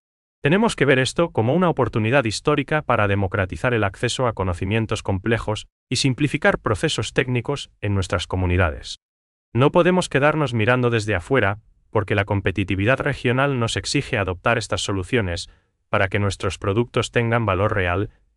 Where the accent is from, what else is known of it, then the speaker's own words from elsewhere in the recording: Paraguay; nosotros, como paraguayos